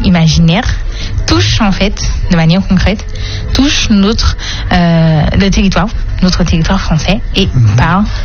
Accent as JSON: {"language": "French", "country": "French Guiana", "said": "mais il y en a un peu chez nous en Guyane."}